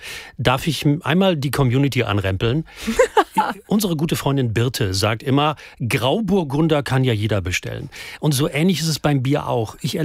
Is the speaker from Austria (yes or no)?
no; North Rhine-Westphalia, Germany; Wir kommen ja aus Nordrhein-Westfalen.